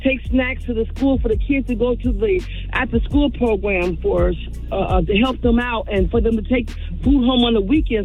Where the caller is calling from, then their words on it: Fayetteville, Georgia, United States; I am in Fayetteville, Georgia.